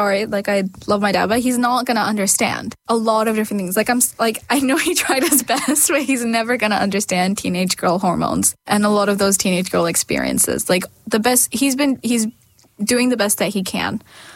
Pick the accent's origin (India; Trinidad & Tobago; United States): India; born there; growing up in India